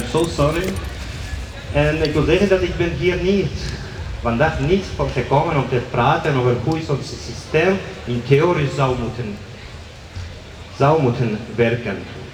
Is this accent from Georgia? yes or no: yes; Georgia; Dutch is a second language; moved away as an adult; now in Antwerp, Belgium